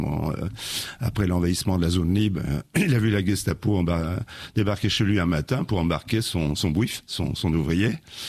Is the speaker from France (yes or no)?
yes; Auvergne-Rhône-Alpes, France; j'ai créé un village fictif, qui est mon village natal dans l'Allier, mêlé à celui du Chambon-sur-Lignon